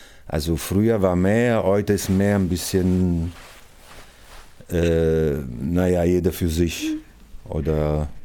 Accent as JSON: {"language": "German", "town": "Naples", "region": "Campania", "country": "Italy", "second_language": "German", "moved": "as an adult", "lives_now": "Berlin, Germany", "said": "Ich komme aus Italien. Bin schon seit vielen Jahren in Berlin"}